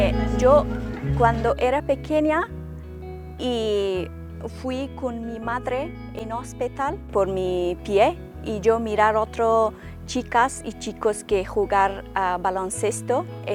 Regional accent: Afghanistan; Spanish is a second language; moved away; soy jugadora de baloncesto en silla de ruedas internacional y soy de Afganistán y técnico de ortopedia.

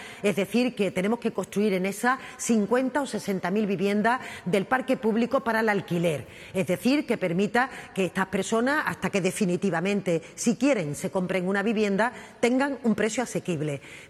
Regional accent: Andalusia, Spain

